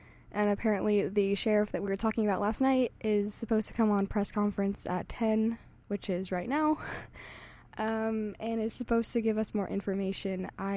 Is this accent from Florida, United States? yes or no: yes; Florida, United States; born there; now in Morgantown, West Virginia, United States; my home state, Florida